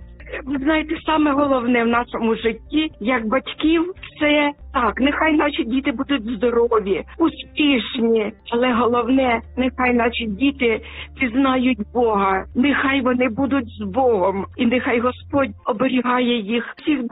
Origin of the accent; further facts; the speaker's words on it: Sumy, Sumy Oblast, Ukraine; now in Denmark; наше рідне місто Суми.